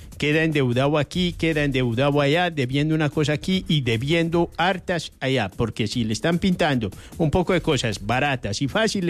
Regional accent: Colombia; uno como buen colombiano

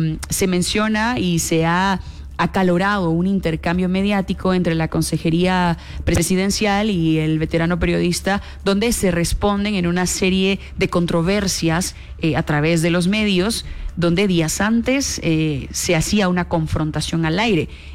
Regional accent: Guatemala; born there; nuestra patria, que en este caso es Guatemala, el país que nos vio nacer

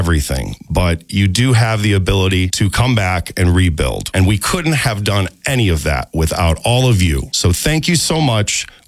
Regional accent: Paradise, California, United States; We came from Paradise, California, and the campfire took our restaurant in 2018.

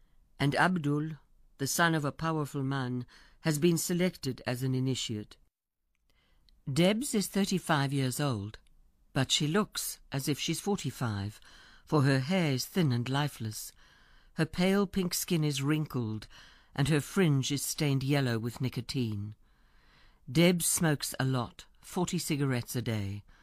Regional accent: Western Region, Uganda; moved away; He came with me when I came down here from Uganda. I lived near to the Congo border, near the Semliki River.

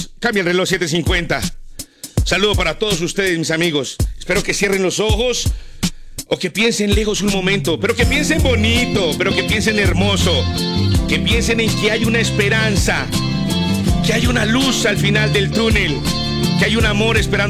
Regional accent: Colombia; now in Bogotá, Colombia; Al igual que nosotros los hemos recibido aquí en Bogotá y aquí en Colombia.

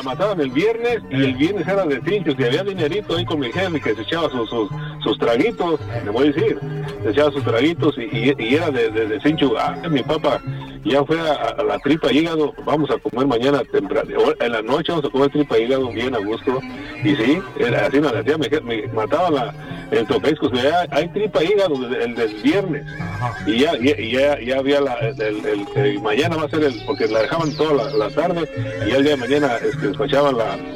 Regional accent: Zináparo, Michoacán, Mexico; el municipio pues es Sináparo. Pero yo soy ahí del son barrios ahí, son barrios que les llaman, y soy del barrio de Los Magañas.

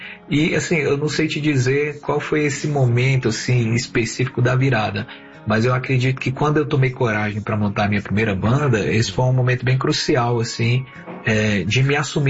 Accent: Vitória da Conquista, Bahia, Brazil; also born or lived in Itabuna; Eu nasci numa cidade da Bahia chamada Itabuna.

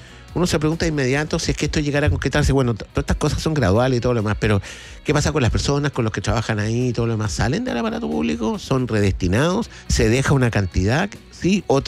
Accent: Chile; Somos bravos los chilenos para esto, los terremotos.

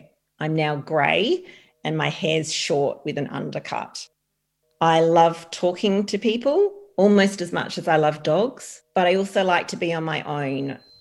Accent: Adelaide, South Australia, Australia; born or raised there

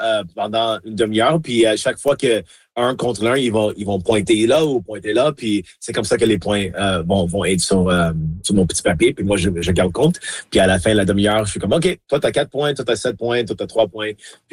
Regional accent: Montreal, Quebec, Canada; now in Winnipeg, Canada; Oui, je suis né, j'ai grandi à Montréal, à La Salle, au sud de l'île. J'habitais là jusqu'à l'année 2006, quand j'ai déménagé ici à Winnipeg en 2006 avec mon père.

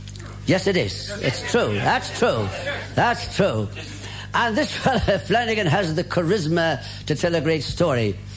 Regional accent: Ireland; I come to you from the Emerald Isle, the Island of Smiles. We're here tonight to celebrate the beauty that lies in our heritage of Irish humour.

